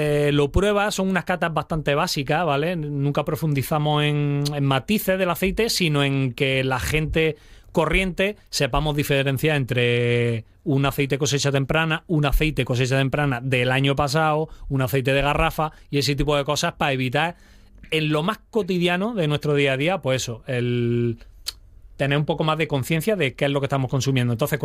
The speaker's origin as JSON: {"language": "Spanish", "town": "Jaén", "region": "Andalusia", "country": "Spain", "said": "incluso nosotros que venimos de Jaén, que no hemos criado con el aceite, y todo gira en torno al aceite de oliva en Jaén"}